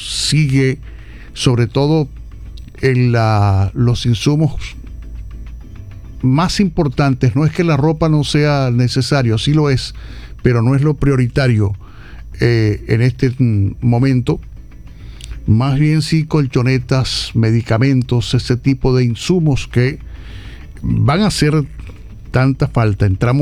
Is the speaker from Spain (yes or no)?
no; Maracaibo, Zulia, Venezuela; Y cuando hablo de Maracaibo, me refiero a la capital, por supuesto, pero a nuestra querida tierra del sol amada, a nuestra ciudad, que es la primera de Venezuela